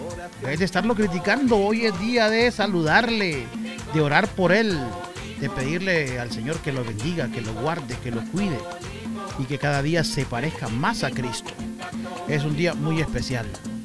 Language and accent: Spanish; Ojojona, Francisco Morazán, Honduras; Nos llaman de mi tierra, a Ojojona, pero más lejos todavía.